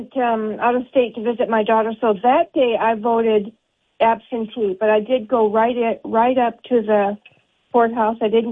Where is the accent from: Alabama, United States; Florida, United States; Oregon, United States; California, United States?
Oregon, United States; It's a great privilege, because I come from Oregon, where there's mail-in voting only.